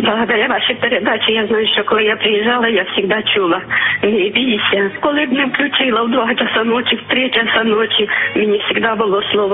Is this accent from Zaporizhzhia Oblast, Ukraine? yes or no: yes; Zaporizhzhia, Zaporizhzhia Oblast, Ukraine; я з Запоріжжя.